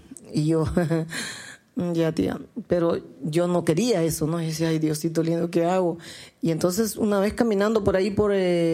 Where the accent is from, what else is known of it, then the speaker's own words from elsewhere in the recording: Peru; justo cuando termino la secundaria en mi tierra, sí, mi mamá me dice, ¿no? Ya tienes que ir a estudiar algo y tus tías me están ofreciendo que ellas pueden darte estudios, así que te voy a mandar para Lima a que estudies algo.